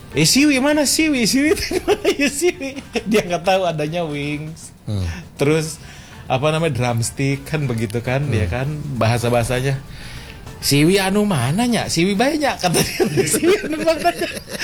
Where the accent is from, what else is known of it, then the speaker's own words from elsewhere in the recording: Bogor, West Java, Indonesia; Kita orang Bogor kan dingin pada saat itu.